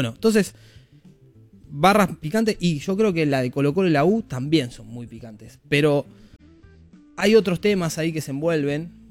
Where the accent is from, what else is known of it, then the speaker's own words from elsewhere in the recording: Argentina; Yo dije, che, me van a tratar mal porque soy argentino.